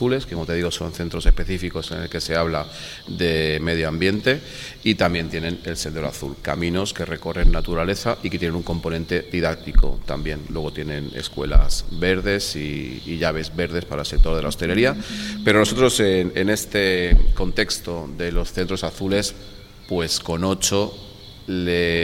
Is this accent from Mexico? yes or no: no; Benidorm, Valencian Community, Spain; Mira, yo vengo, soy nacido en Benidorm y me he criado en la playa de Benidorm y su arena